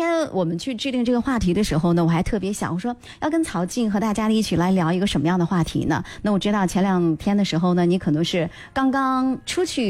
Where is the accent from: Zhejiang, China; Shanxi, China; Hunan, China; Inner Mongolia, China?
Shanxi, China; Linfen; 其实对于我们就是山西人临汾人